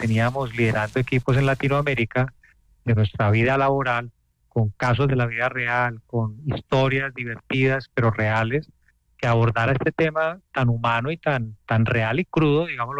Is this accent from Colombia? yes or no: yes; Cali, Valle del Cauca, Colombia; actualmente en Cali, pero he estado viviendo en otros países y en otras ciudades, pero hoy creo que Cali será, soy caleño y Cali será mi destino por bastantes años.